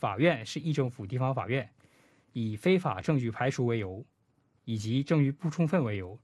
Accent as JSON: {"language": "Chinese", "country": "China", "said": "就是其实我们中国人的话，尤其是中国人的话，我们所接受的这种警察的这个强制性跟韩国的警察的这个强制性不同的。"}